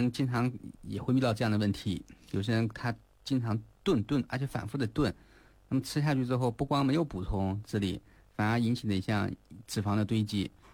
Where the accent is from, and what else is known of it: China